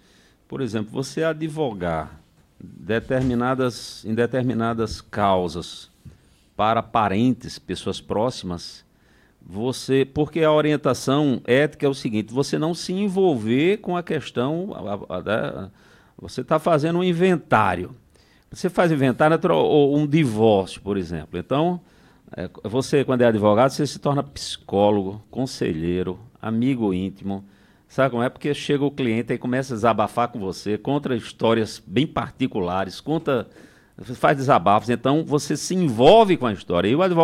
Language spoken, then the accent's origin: Portuguese; Northeast Region, Brazil; now in São Paulo, Brazil; Eu já vim do Nordeste para cá, para São Paulo.